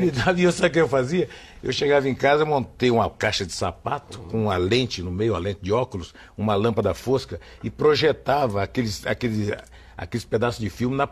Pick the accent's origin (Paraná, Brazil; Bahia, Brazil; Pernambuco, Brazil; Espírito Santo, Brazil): Espírito Santo, Brazil; Cachoeiro de Itapemirim; moved away; desde garoto, lá em Cachoeiro e Itapemirim, então, quer dizer, em Cachoeiro, eu ia ao cinema